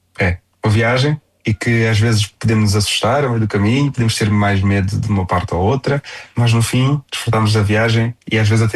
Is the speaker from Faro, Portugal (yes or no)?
yes; Faro, Portugal; passei a minha infância no Algarve. É Faro.